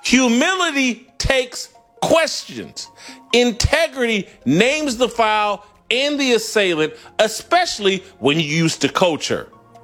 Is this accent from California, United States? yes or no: no; Indianapolis, Indiana, United States; my hometown of Indianapolis.